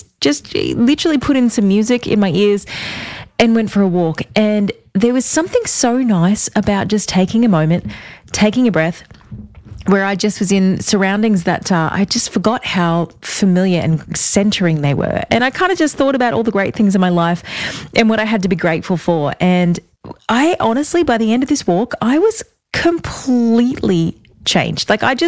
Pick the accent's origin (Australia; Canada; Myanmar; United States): Australia; Beachmere, Queensland; moved away; So I'm currently in my hometown in Beachmere, which is a very small coastal Australian town. It's so, so small, but I've had so much of my life here. Even when I've moved away and kind of come back